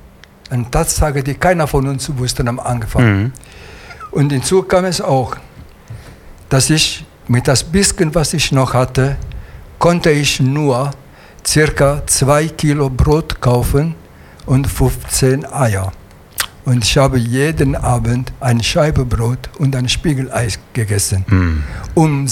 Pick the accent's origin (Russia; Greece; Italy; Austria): Italy; Formia, Lazio; German is a second language; also born or lived in Latina; now in Remscheid, Germany; Ich bin in Latina geboren, ja. Mhm. Groß geworden bin ich in Formia.